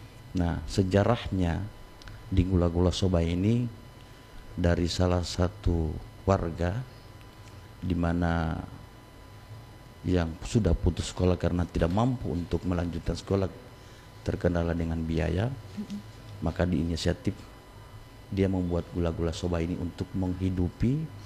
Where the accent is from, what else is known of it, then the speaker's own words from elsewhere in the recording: Gorontalo, Indonesia; desa kami itu termasuk desa yang agak pelosok di Kabupaten Gorontalo, bukan juga tertinggal, tapi merupakan salah satu desa yang suasananya masih alami, suasananya masih original